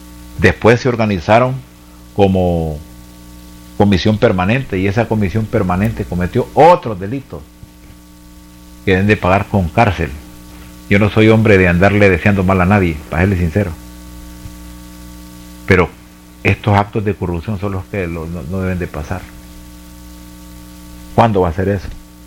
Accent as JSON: {"language": "Spanish", "country": "Honduras", "said": "estamos cansados, estamos molestos como pueblo hondureño."}